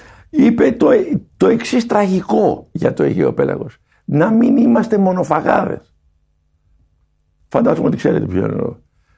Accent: Iraklia, South Aegean, Greece; Δηλαδή στο νησί μου, στην Ηρακλιά

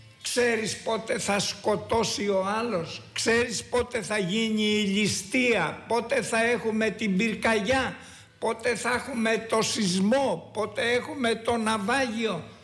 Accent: West Greece, Greece; μου αρέσει η Ρόδος και θα ήθελα να περνάω εδώ μεγάλα χρονικά διαστήματα, αλλά εγώ είμαι από Ετωλοακαρνανία.

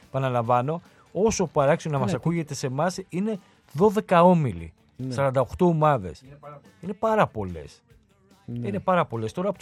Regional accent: Greece; ως Έλληνες

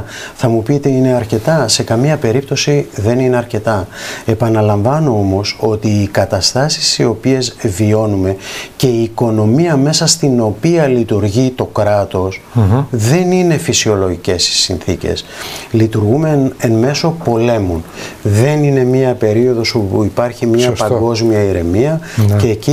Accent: Greece; αισθανόμαστε και ως Έλληνες

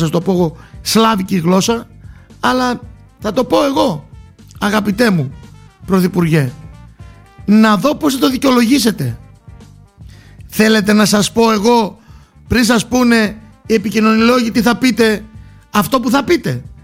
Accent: Macedonia, Greece; Για μας εδώ στη Βόρεια Ελλάδα, για μας εδώ που λεγόμαστε Μακεδόνες στη Βόρεια Ελλάδα

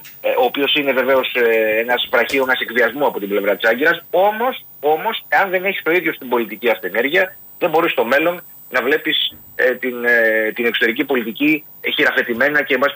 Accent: Greece; εμάς ως Έλληνες μας θλίβει κιόλας

